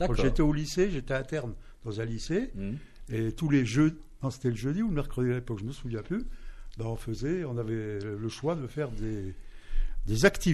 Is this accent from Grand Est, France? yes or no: yes; Grand Est, France; habitait dans notre enfance une rue au-dessus de chez moi à Audaltiche